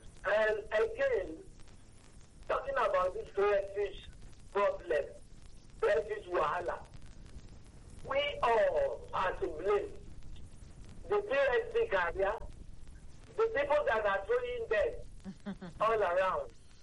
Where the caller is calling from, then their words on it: Lagos, Nigeria; I'm calling from Lekki.